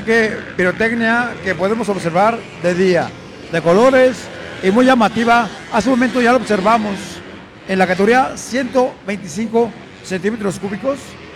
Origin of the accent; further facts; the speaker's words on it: Calera, Zacatecas, Mexico; yo vengo de Calera